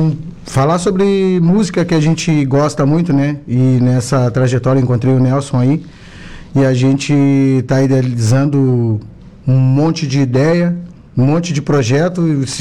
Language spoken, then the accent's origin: Portuguese; Viamão, Rio Grande do Sul, Brazil; Eu sou natural de Viamão.